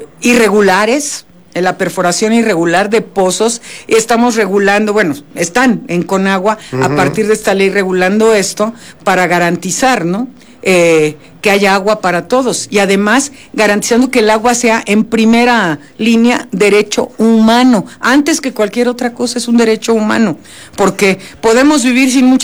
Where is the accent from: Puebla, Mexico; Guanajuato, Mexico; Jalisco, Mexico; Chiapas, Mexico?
Guanajuato, Mexico; León; nos quieren ver a las y los leoneses así como somos el coco de Guanajuato